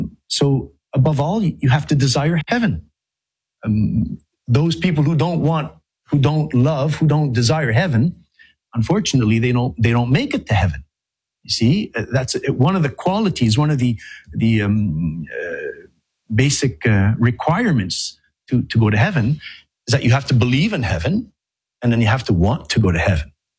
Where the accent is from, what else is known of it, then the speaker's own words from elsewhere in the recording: Canada; I'm French Canadian.